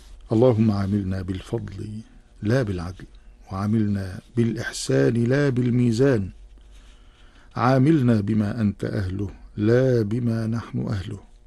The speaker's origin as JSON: {"language": "Arabic", "country": "Egypt", "said": "اللهم اجعل بلدنا مصر أمنا أمانا سلما سلاما"}